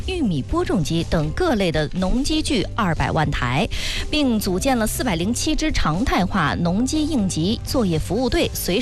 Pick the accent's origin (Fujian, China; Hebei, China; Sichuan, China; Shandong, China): Hebei, China; 尤其是咱们河北人必须要吃，就是蒜泥爬高。